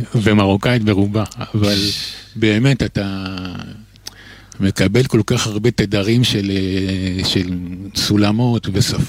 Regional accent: Kfar Saba, Central District, Israel; אני גדלתי בשכונה, אנחנו עיראקים, אבל שומעים ספרדית וטורקית ופרסית.

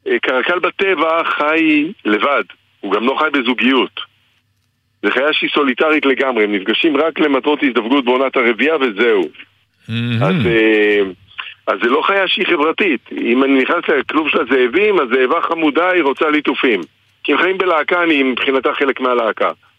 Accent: Tel Aviv, Tel Aviv District, Israel; שהייתי בן 6 בערך, גרתי ברחוב דיזינגוף, אמא שלי עדיין גרה באותה דירה, בדיזינגוף 34, זה ליד הבימה, שם גדלתי

